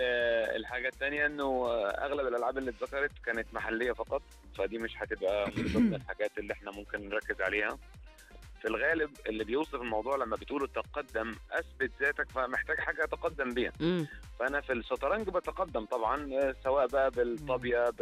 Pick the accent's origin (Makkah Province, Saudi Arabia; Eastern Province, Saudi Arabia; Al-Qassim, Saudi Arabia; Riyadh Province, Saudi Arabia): Makkah Province, Saudi Arabia; Jeddah; انا من جدة